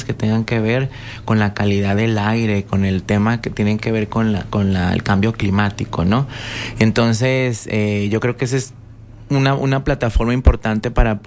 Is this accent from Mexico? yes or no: yes; Torreón, Coahuila, Mexico; yo nací en el Distrito 8, mi trabajo está en el Distrito 8 y realmente mis clientes son del Distrito 8, ¿no? Mis amistades, mis amigos, mi familia, incluso, ¿no? Entonces, realmente la zona o el área como tal, pues la conozco perfectamente, al igual que Torreón